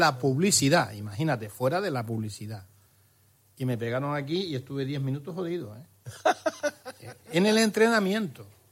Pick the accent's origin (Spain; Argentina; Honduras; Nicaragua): Spain; Adeje, Canary Islands; moved away; Yo me crié en Adeje, Fañabé, del 60 al 69. Estuvimos 10 años ahí viviendo